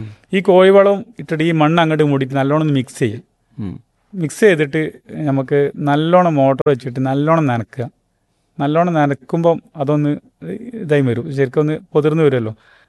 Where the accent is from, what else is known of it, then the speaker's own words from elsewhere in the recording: Kerala, India; നമ്മളീ മലബാർ മേഖല